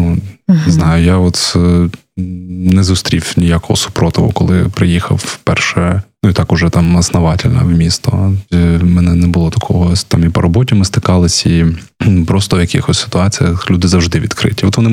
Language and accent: Ukrainian; Kyiv, Ukraine; moved away as an adult; now in Kharkiv, Ukraine; я взагалі киянин.